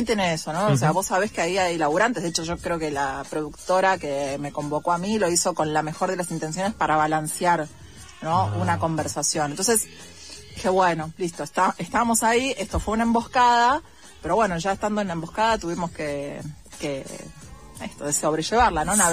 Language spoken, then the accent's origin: Spanish; Argentina; lo estamos pasando muy mal en la Argentina